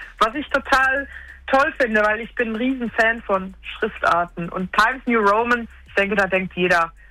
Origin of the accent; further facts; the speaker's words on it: Switzerland; moved away as an adult; now in Germany; Als Schweizerin bin ich nach Deutschland gezogen, im ersten Jahr, wo ich Geld verdient habe.